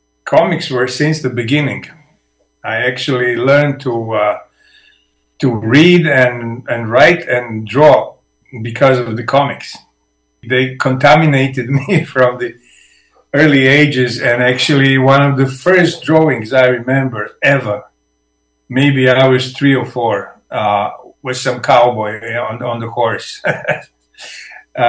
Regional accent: Zagreb, City of Zagreb, Croatia; Because I grew up in the Zagreb, at the outskirts, in some working class buildings. Today it was like wide center of the city, but back there it was like outskirts, like far

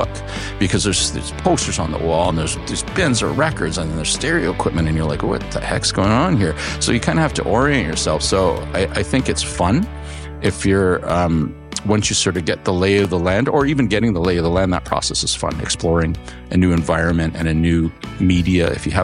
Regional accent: Barrie, Ontario, Canada; born there; moved away as an adult; also born or lived in London, Ontario; now in Hamilton, Canada; I came from Barrie, small town, pretty conservative

